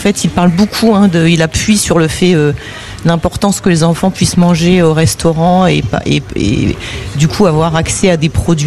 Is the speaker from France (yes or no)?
yes; Hauts-de-France, France; now in Nîmes, France; Je viens de la région du Nord.